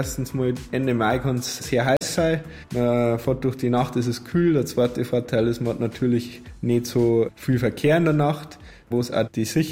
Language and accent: German; Bavaria, Germany; ja gut, ich komme aus Bayern, bin in Bayern aufgewachsen, bin da verwurzelt.